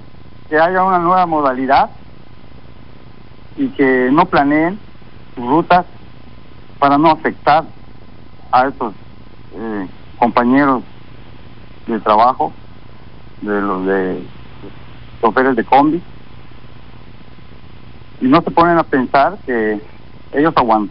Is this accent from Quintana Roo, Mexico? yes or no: yes; Chetumal, Quintana Roo, Mexico; Yo soy de acá de Chetumal. Toda mi vida he vivido acá en Chetumal. Yo vivía cerca del Mercado Viejo. Y después me pasé al Mercado Nuevo.